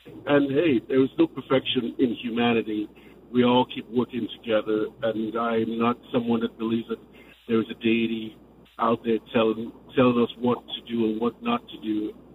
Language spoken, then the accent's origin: English; Lagos, Nigeria; I grew up in Lagos, Nigeria. We have Muslims and we have Christians.